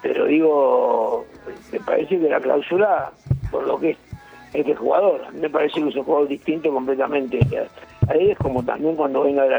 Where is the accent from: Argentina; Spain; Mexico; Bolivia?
Argentina